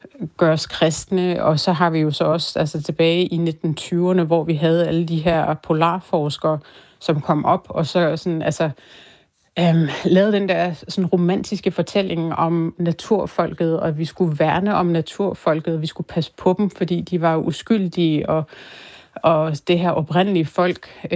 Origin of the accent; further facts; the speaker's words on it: Greenland; moved away as an adult; now in Denmark; men det er mange, der egentlig sådan, så bliver overrasket over, at jeg var 21, da jeg flyttede til Danmark.